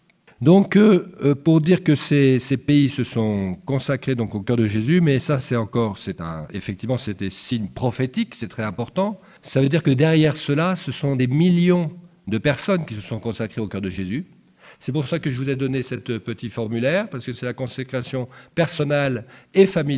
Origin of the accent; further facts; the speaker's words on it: France; Comme la plupart d'entre vous, je suis français pour la plupart, pas tous.